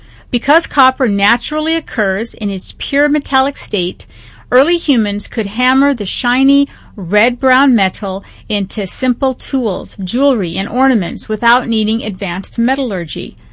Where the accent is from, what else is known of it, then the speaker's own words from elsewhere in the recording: Arizona, United States; Growing up in Arizona, we learned about Arizona history.